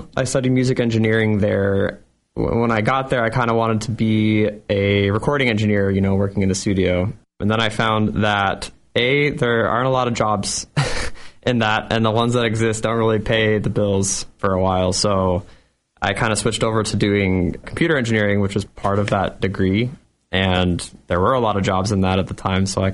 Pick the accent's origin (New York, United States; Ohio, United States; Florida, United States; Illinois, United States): Florida, United States; Sarasota; also born or lived in Michigan; now in Norwood, United States; I'm a singer-songwriter based out of Norwood, Mass., but I'm originally from Sarasota, Florida, and also originally from Michigan. I'm one of those annoying people that, like, can't pick a place to be from.